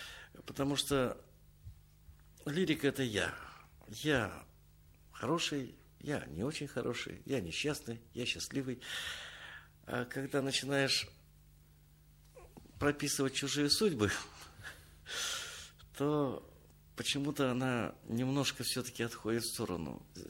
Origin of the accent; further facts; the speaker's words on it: Ust-Tsilma, Komi Republic, Russia; also born or lived in Ivanovo / Vychegda area; Я родился в Иваново. Но я Иваново никогда, там был очень маленьким. Мама увезла с севера для того, чтобы родить в тепле и вернуть назад в Усть-Цельму.